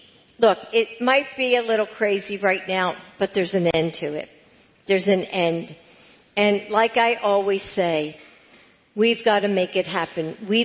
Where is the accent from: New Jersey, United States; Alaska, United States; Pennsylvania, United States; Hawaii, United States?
Pennsylvania, United States; But, you know, I grew up outside of Philly. I am a Philly girl. I love my Eagles and my Flyers and my Phillies.